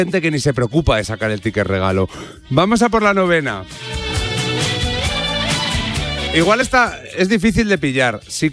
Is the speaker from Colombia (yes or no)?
no; Guijuelo, Castile and León, Spain; Porque yo que soy de Salamanca, en Guijuelo, a las ensaladas le echan medio cerdo, ¿sabes?